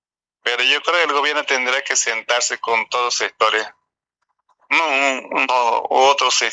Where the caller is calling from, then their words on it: Bolivia; como boliviano, como productor, necesitamos una estabilidad.